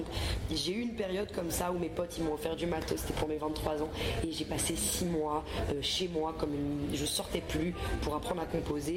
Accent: France; je suis un projet francophone, je suis française.

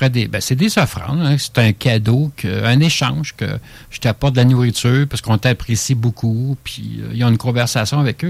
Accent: Quebec, Canada; chez nous, au Québec.

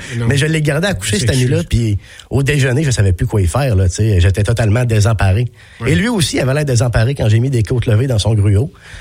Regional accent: Sainte-Croix, Quebec, Canada; now in Montreal, Canada; Moi, je viens. J'ai grandi à Sainte-Croix-de-la-Binière, okay. Pas loin de Québec.

